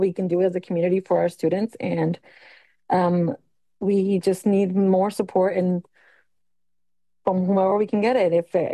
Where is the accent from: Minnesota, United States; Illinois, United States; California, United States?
California, United States; West Marin; I grew up here. I'm from West Marin. I went to West Marin School and Tamales High School myself, been part of this community